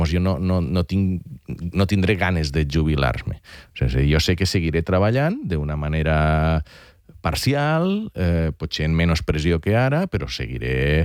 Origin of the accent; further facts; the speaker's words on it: Catalonia, Spain; also born or lived in United States; jo soc de les Terres de l'Ebre.